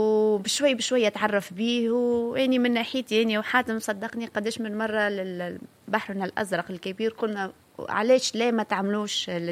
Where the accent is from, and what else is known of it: Tunisia